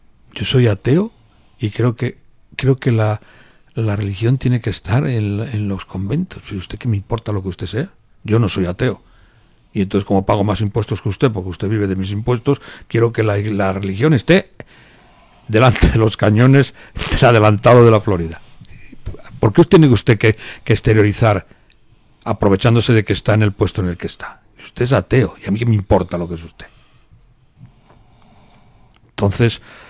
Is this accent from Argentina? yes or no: no; Castile and León, Spain; y soy leonés.